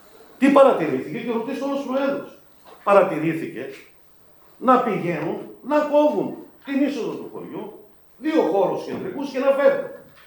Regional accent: Mitrousi, Central Macedonia, Greece

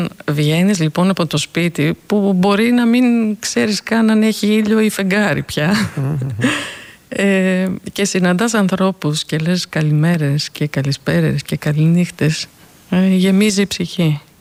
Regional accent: Thessaloniki, Central Macedonia, Greece; moved away as an adult; also born or lived in Zurich; now in Piraeus, Greece; Ναι, γεννήθηκα στη Ζηρίχη, αλλά 2 ετών επέστρεψαν οι γονείς μου στην Ελλάδα, στη Θεσσαλονίκη, και έτσι μεγάλωσα εκεί, σπούδασα εκεί.

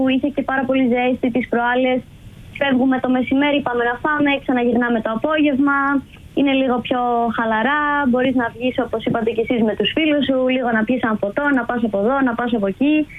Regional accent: Greece; also born or lived in Netherlands; now in Seville, Spain; φεύγοντας από την Ελλάδα νιώθω ότι μου δίνονται μεγαλύτερες πιθανότητες να εκπροσωπήσω πιο περήφανα την πατρίδα μου.

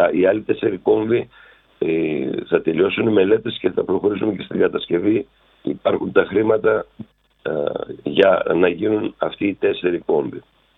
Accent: Thessaly, Greece; also born or lived in Argithea / Larissa; now in Volos, Greece; επειδή είμαι από την Αργιθέα, επειδή μεγάλωσα σε ένα χωριό των Φαρσάλων, επειδή σπούδασα στη Λάρισα, ήρθα στο Βόλο, τώρα γυρίζω όλη τη Θεσσαλία

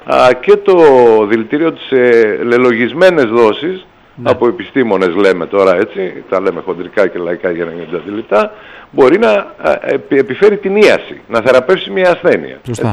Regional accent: Viannos, Crete, Greece; στην περιοχή Αφρατή, που είναι κοντά στο χωριό μου στη Βιάνο

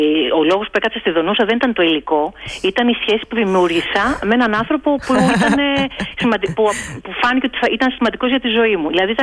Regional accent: Athens, Attica, Greece; also born or lived in Chios / Netherlands; now in Donousa, Greece; Είμαι από την Αθήνα, αλλά κατάγομαι από Κέρκυρα. Έχω ζήσει κάποια χρόνια στην περιφέρεια, 2 χρόνια στη Χίο και πολλά χρόνια στο εξωτερικό.

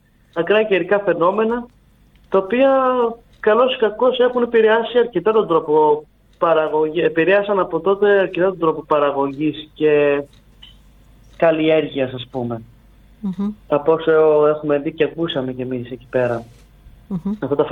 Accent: Volos, Thessaly, Greece; είμαστε από τη Θεσσαλία και από το Βόλο

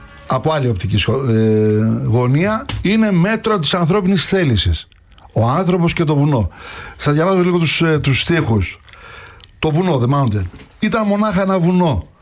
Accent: Tzoumerka, Epirus, Greece; moved away; Εγώ κατάγομαι από τα Τζουμέρκα, έχω παραστάσεις σε αυτό

